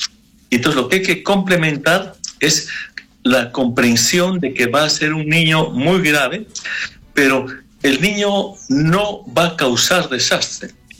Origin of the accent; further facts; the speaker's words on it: Arequipa, Peru; moved away; hace poco que he retornado a mi tierra Arequipa